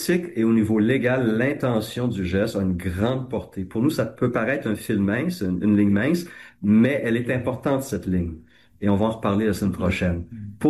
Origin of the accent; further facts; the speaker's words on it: Quebec, Canada; on confesse et on te demande pardon en tant que Québécois et Canadiens